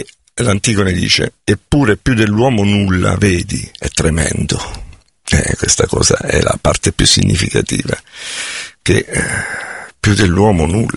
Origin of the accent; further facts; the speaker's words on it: Abruzzo, Italy; Io sono abruzzese